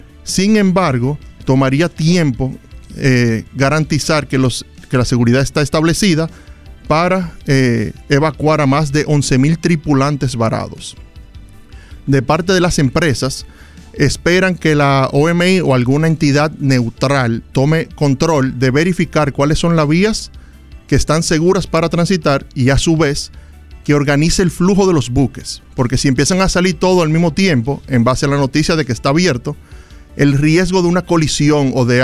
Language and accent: Spanish; Spain; Yo soy español, pero fanático del Barcelona